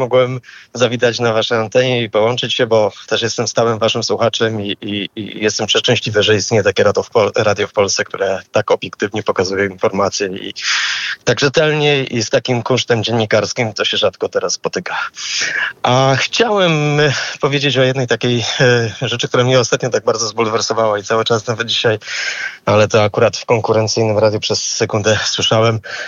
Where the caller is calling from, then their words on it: Warsaw, Masovian Voivodeship, Poland; z Warszawy